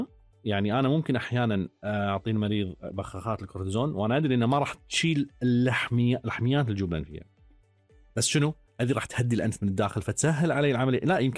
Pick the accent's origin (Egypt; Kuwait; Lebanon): Kuwait; عندنا بالكويت